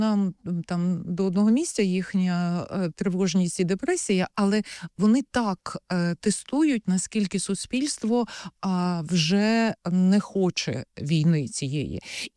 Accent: Kyiv, Ukraine; ми кияни, ну, я порахувала, позавчора було 11 тривог і обстрілів.

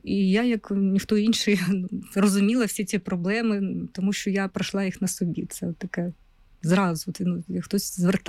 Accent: Kurakhove, Donetsk Oblast, Ukraine; moved away as an adult; це було моє рідне місто, в якому я народилася.

